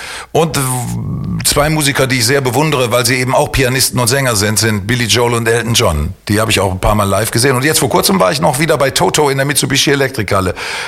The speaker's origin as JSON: {"language": "German", "town": "Meerbusch", "region": "North Rhine-Westphalia", "country": "Germany", "said": "Ich bin genau genommen Osterrater. Ich sag mal, gut, Meerbuscher akzeptiere ich, wenn man das sagt, aber ich bin Osterrater."}